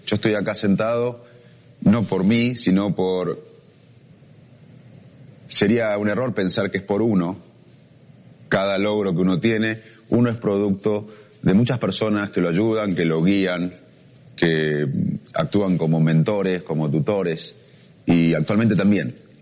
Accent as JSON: {"language": "Spanish", "country": "Argentina", "also_born_or_lived": "United States / Cambridge, England", "moved": "as an adult", "said": "Y en el 2001 regresé a la Argentina. El 2001 fue un año de crisis en mi país"}